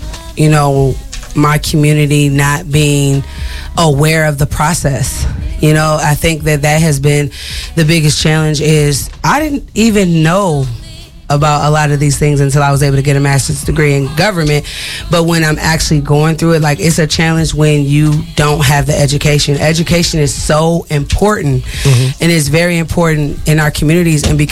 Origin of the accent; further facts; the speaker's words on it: St. Paul, Minnesota, United States; So I grew up right here in St. Paul